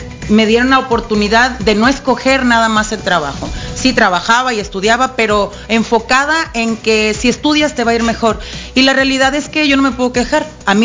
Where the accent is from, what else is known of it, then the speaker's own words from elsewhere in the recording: Tecomán, Colima, Mexico; yo soy de Tecomán. Yo, mi origen es en Tecomán. Yo hasta los 18 años vivía allá.